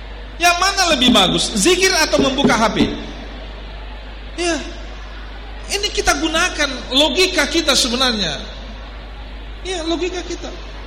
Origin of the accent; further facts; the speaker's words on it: Makassar, South Sulawesi, Indonesia; Karena Saya maaf, saya besar, saya lama di Makassar.